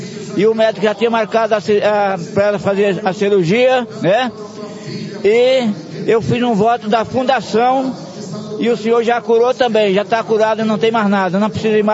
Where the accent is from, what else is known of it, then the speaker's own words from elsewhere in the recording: Bahia, Brazil; Eu vim da Bahia com ela e vim curada aqui na Deus e amor.